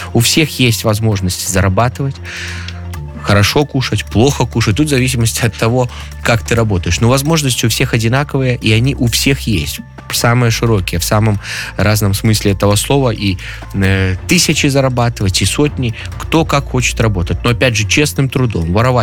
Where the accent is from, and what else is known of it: Belarus